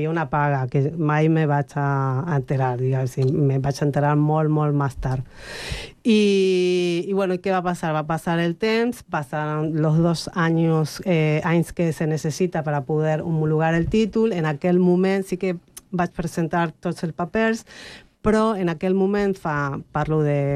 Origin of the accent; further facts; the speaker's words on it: Argentina; now in Spain; I quan jo vaig créixer allà, en realitat sóc espanyola, a l'Argentina, bueno, sóc espanyola de paper.